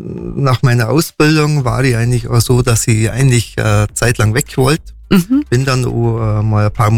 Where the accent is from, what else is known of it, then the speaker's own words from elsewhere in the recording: Seeg, Bavaria, Germany; also born or lived in Nesselwang; Und bin aber in Sieg dann von klein auf aufgewachsen, in Schule gegangen, habe mein ganzes Leben eigentlich in Sieg verbracht.